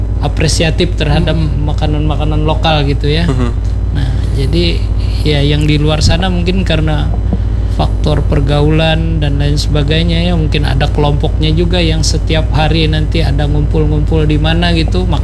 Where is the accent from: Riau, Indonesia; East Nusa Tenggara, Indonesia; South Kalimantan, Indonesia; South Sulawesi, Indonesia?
South Kalimantan, Indonesia; Marabahan; born there; Kalau saya di kelahiran Marabahan.